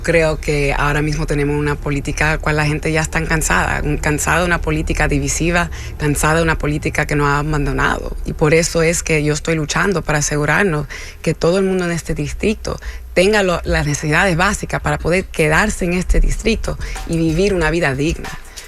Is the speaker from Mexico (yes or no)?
no; Dominican Republic; now in New York, United States; Yo soy dominicana.